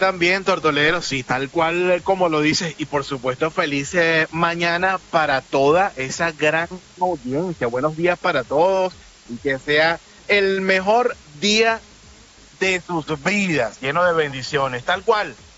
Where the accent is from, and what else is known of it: Venezuela